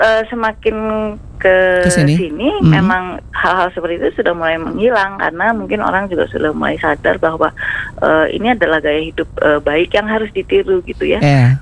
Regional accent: Bandung, West Java, Indonesia; Iya, kalau aku sih lahir besar di Bandung.

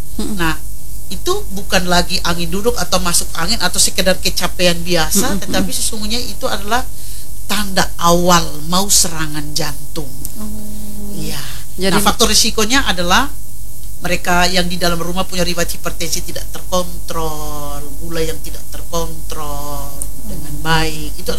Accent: Malaka, East Nusa Tenggara, Indonesia; kalau saya orang Melaka

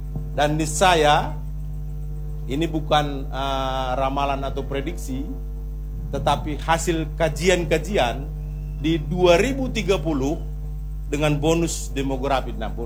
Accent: North Sumatra, Indonesia; kulo saya ini orang Batak.

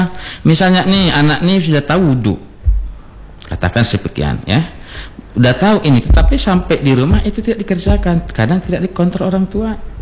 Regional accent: Indonesia

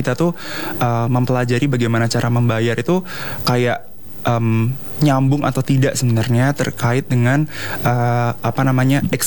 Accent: Java, Indonesia; moved away as an adult; now in Papua, Indonesia; aku itu besar di Pulau Jawa.

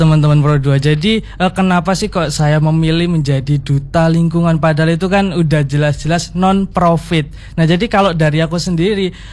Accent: Sidoarjo, East Java, Indonesia; born there; di tempat kelahiran saya utamanya, meskipun saya masih hanya di sebatas Sidoarjo saja.

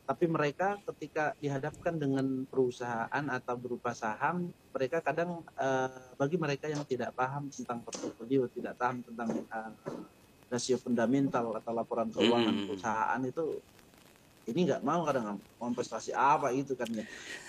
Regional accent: East Java, Indonesia; kita orang Madura

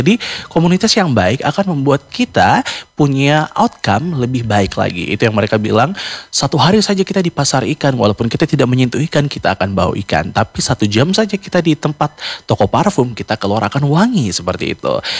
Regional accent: Baliem Valley, Highland Papua, Indonesia; kebetulan kami Walilo dari Lembah Balim, Papua Pegunungan.

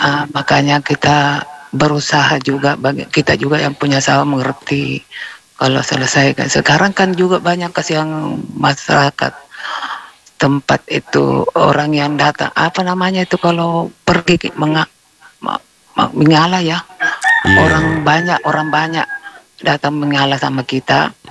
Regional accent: Makassar, South Sulawesi, Indonesia; saya anak Makassar atau lahir di Makassar, tapi saya lebih suka di daerah begitu

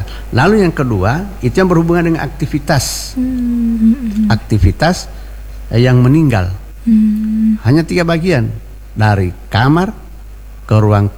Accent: Gorontalo, Indonesia; Karena itu adalah kearifan lokal kita, merupakan identitas kesukuan kita sebagai orang Gorontalo.

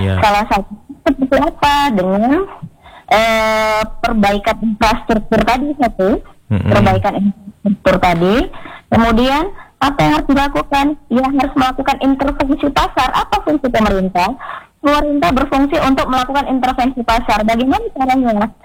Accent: Aceh, Indonesia; Ini kayak kita ini kan, Aceh ini kan masalahnya semua diambil dari luar.

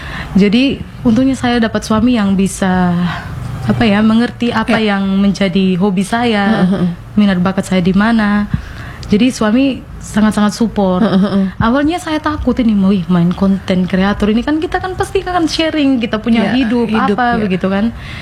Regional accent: East Nusa Tenggara, Indonesia; sebenarnya kita ini orang Sumba nih pintar, cerdas itu kita semua punya begitu.

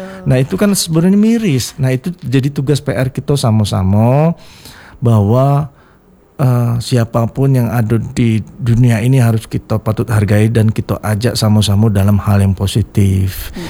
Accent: Palembang, South Sumatra, Indonesia; kita wong Palembang

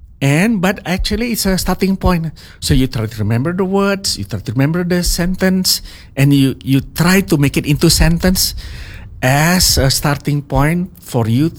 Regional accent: Tanjung Pinang, Riau Islands, Indonesia; English is a second language; At that time, because in my hometown, Tanjung Pinang.

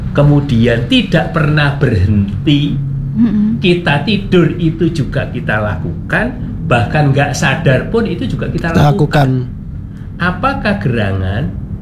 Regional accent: Surabaya, East Java, Indonesia; berhubung aku arek Surabaya jadi kayak sepiro Jawa lupa.

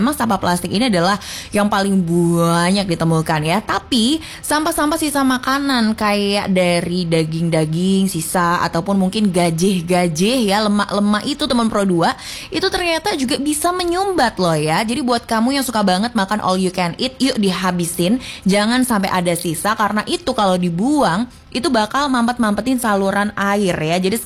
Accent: Semarang, Central Java, Indonesia; kita sebagai warga Kota Semarang

